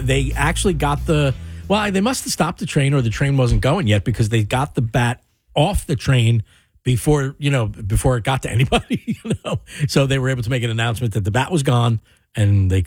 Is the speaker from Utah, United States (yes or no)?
no; Staten Island, New York, United States; Listen, I am a guy from Staten Island. Staten Island guys, in my experience, do not come armed with the knowledge of how to handle wild animals in a home.